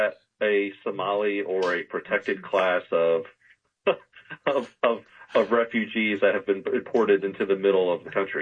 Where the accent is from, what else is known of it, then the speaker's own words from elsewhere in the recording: Florida, United States; No. I'm from Florida.